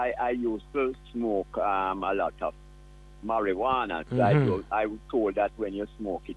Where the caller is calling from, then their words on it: Saint Andrew, Jamaica; I'm calling from St. Andrew, Woodford Park in St. Andrew.